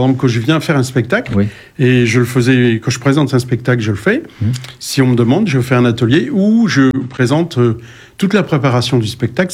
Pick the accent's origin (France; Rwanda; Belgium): France; Grand Est; accent: pointu, pas parisien; also born or lived in Corsica; now in Bergerac, France; moi, je viens de la région de Langres, dans l'est de la France.